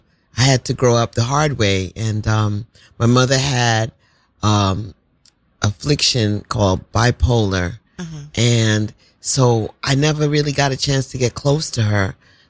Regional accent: New York City, New York, United States; born there; I just love Brooklyn. I was born on the East River.

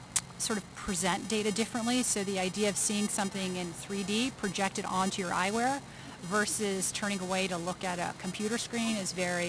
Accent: Washington, District of Columbia, United States; I grew up here in Washington, D.C.

